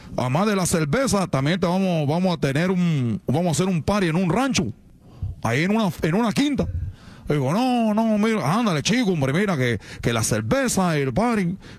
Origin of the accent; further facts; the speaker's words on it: Cuba; Yo soy de Cuba.